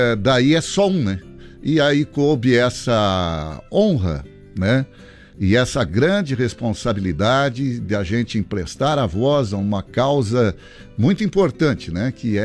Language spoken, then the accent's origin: Portuguese; Rio Grande do Sul, Brazil; sendo gaúcho, de alma e de coração.